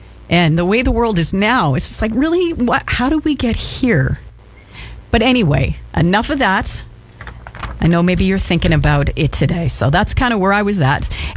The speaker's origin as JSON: {"language": "English", "country": "Canada", "said": "being a Canadian on American soil"}